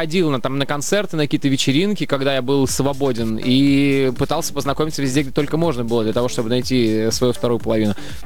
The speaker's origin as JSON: {"language": "Russian", "town": "Barnaul", "region": "Altai Krai", "country": "Russia", "tie": "born or raised there", "said": "Начиная с моего родного города, Барнаул, на следующий день Новосибирск"}